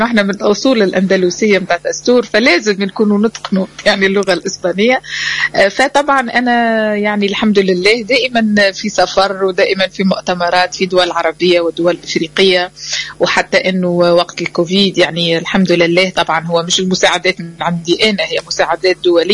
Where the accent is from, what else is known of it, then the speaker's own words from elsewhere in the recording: Testour, Béja, Tunisia; moved away; تستور بلادي التي أتشرف بها جدا، هي شفت تونس هي أمي، وتستور هي كيفاش مش مفسر لك، هي الركن اللي نلقى فيه أحلام، نلقى فيه روحي